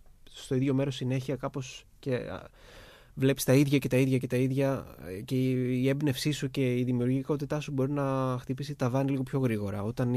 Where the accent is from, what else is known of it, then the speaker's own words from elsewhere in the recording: Athens, Attica, Greece; επειδή μεγάλωσα στην Αθήνα, δηλαδή είχα μια ζωή πάντα στην πόλη, δεν είχα αυστηρά ριζωμένη μέσα μου κάποια μουσική παράδοση.